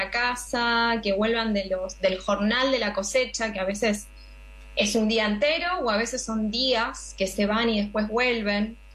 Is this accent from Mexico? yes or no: no; Lanús, Buenos Aires Province, Argentina; No soy oriunda de Tucumán, soy oriunda de Lanús.